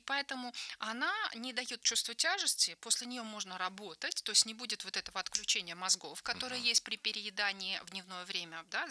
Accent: Tashkent, Uzbekistan; moved away; Я из Ташкента родом

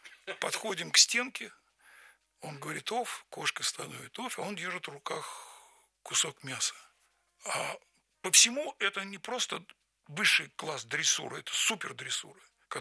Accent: Moscow, Russia; born or raised there

